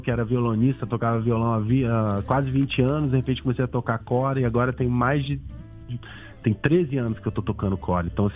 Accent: Brazil; eu também sou brasileiro

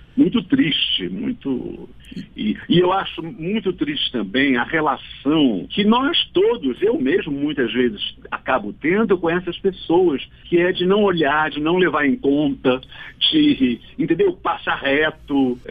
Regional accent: Rio de Janeiro, Brazil; moved away; eu sou carioca, eu nasci e me criei em Copacabana, e hoje mesmo, já há um bom tempo, eu tenho também um apartamento em Copacabana, então eu passo temporadas em Copacabana

